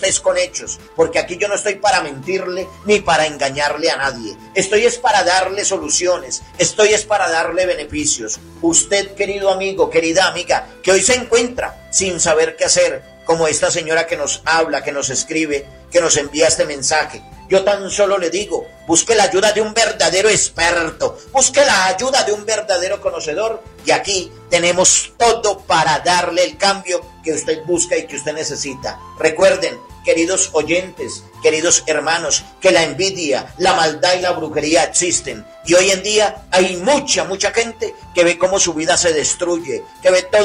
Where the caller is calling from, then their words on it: Fontana, California, United States; Soy de aquí de Fontana y soy una mujer que últimamente yo de verdad ya no encuentro qué hacer.